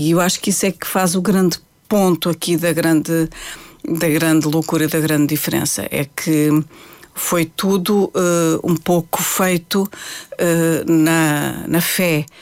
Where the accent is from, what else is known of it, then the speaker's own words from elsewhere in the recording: Portugal; eu sou portuguesa, eu não sou brasileira, eu vou cantar em português.